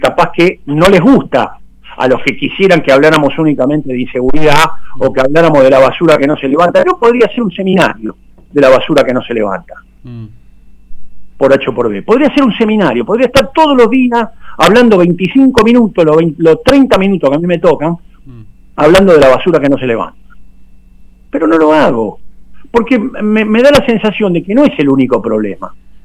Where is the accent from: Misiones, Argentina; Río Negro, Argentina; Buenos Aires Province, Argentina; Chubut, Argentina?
Buenos Aires Province, Argentina; General Rodríguez; nos afecta a nosotros como rodriguense, como bonaerense y como argentino